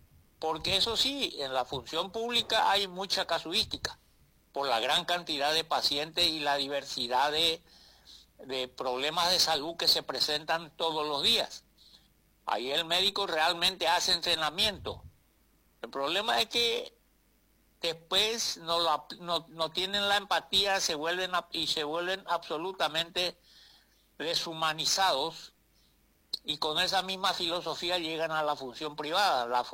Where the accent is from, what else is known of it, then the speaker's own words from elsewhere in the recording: Paraguay; por nuestra experiencia como paraguayos